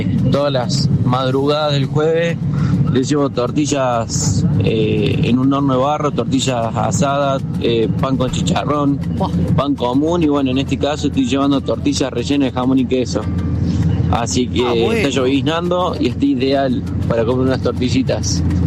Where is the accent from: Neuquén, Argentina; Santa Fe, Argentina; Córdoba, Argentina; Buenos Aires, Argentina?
Córdoba, Argentina; Leones